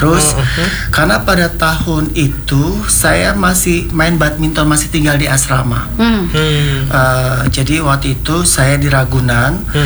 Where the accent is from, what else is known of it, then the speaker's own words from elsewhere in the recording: Manado, North Sulawesi, Indonesia; Saya Manado aslinya.